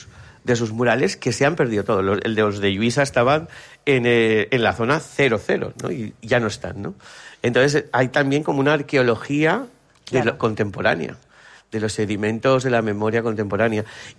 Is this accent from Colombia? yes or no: no; Algemesí, Valencian Community, Spain; Yo soy de Algemesí, viví la del 82, luego creo que la del 87 y ahora esta.